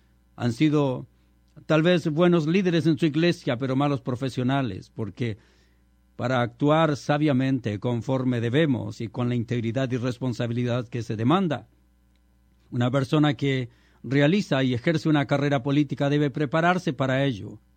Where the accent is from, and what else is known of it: Chile